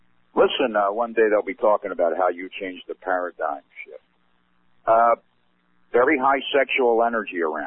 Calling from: Kihei, Hawaii, United States; I'm in Kihei, Maui.

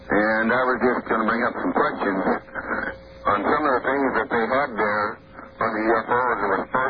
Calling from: Ellensburg, Washington, United States; I'm calling from Ellingsburg, Washington.

